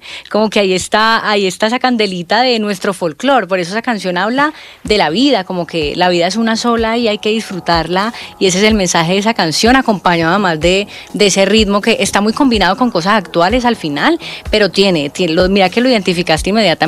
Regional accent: Colombia; Como que cuando estamos fuera de nuestro país, uno valora mucho más todo lo de su país. Y obviamente cuando hacíamos música, la hicimos en Colombia

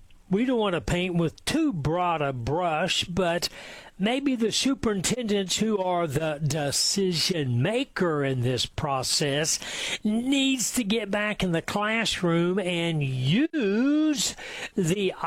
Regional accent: Oklahoma, United States; I'm from Oklahoma

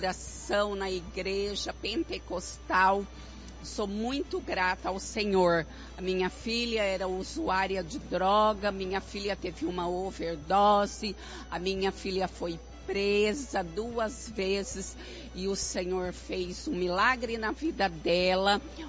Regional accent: Cuiabá, Mato Grosso, Brazil; now in São José do Rio Preto, Brazil; Estou residindo em São José do Rio Preto, né? Mas nós somos de Cuiabá, Mato Grosso.

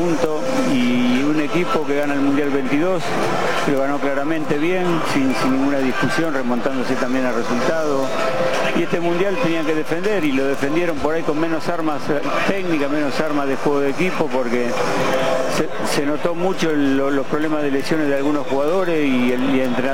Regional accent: Argentina

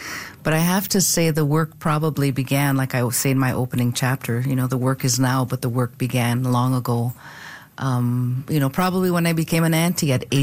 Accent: Bellevue, Saskatchewan, Canada; But I grew up in Bellevue, my grandmother in Hoey, born in Duck Lake.

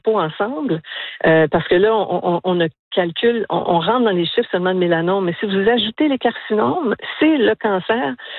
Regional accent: Magdalen Islands, Quebec, Canada; Je suis de la Madeleine, là, puis tout le monde m'accroche et me parle de ça.

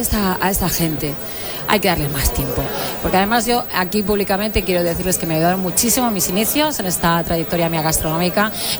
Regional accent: Catalonia, Spain; now in Asturias, Spain; Yo, como buena catalana, ya asturiana de adopción, después de tantos años, a mí el agua con gas me encanta.

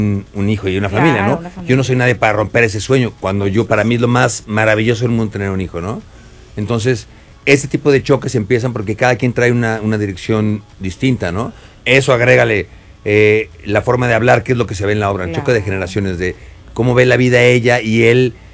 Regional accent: Querétaro, Mexico; yo soy de Querétaro

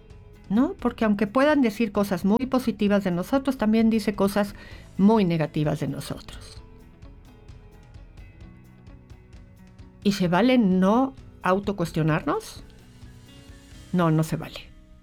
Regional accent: Mexico; tener la capacidad de autocriticarnos como mexicanos

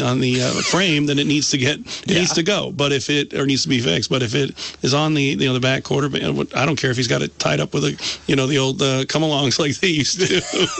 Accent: Brandon, Vermont, United States; also born or lived in Rutland; raised in Brandon

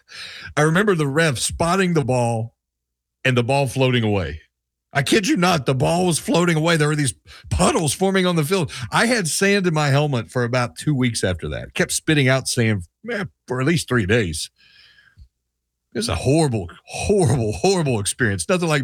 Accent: Kentucky, United States; I grew up on the Kentucky-West Virginia border, almost in Virginia.

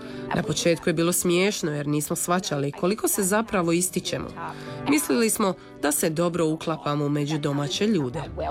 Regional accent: Perth, Western Australia, Australia; now in Croatia; Rođena sam i odrasla u Perthu. Volim Perth i još ga uvijek smatram jednim od najljepših gradova na svijetu.

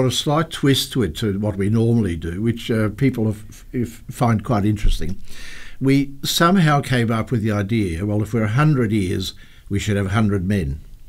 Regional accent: Wales, United Kingdom; now in Perth, Australia; because I'm from North Wales

